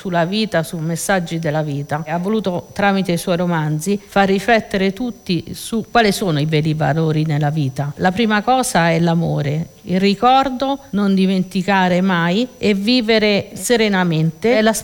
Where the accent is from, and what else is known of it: Rome, Lazio, Italy